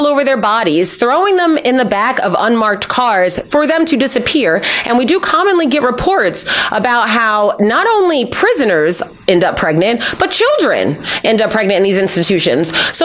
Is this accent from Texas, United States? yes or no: no; Philadelphia, Pennsylvania, United States; born or raised there